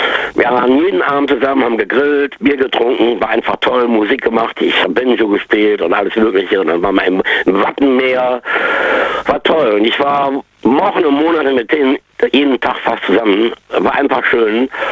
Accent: Düsseldorf, North Rhine-Westphalia, Germany; meine Freunde und meine Heimatstadt Düsseldorf wieder haben und so weiter. Gut, also, Ich bin dann nach Düsseldorf gezogen, zurückgezogen zum Jahre, das war gewesen 1999 so.

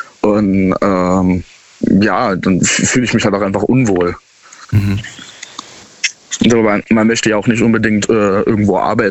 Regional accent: Saarbrücken, Saarland, Germany; Ich komme aus Saarbrücken.

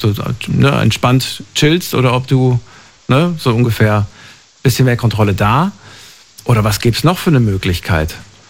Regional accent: Thuringia, Germany; born there; Ich bin in Thüringen geboren, das war früher so.

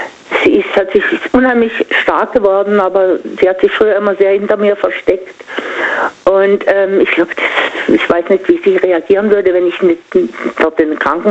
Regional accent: Singen, Baden-Württemberg, Germany; ich komme ja aus Singen und die haben, machen das schon eine ganze Weile in Klassentreffen.

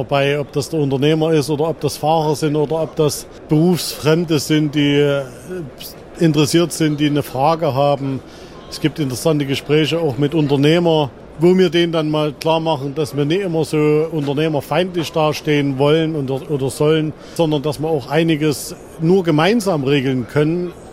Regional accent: Chemnitz, Saxony, Germany; Ich komme aus Chemnitz, Sachsen.

